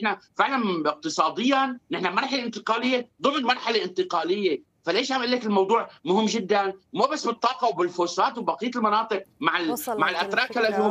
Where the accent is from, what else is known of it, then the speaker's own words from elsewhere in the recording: Syria; انا كمفاوض سوري انا وانت ومين ما كان بالوفد بدي راعي المصالح العليا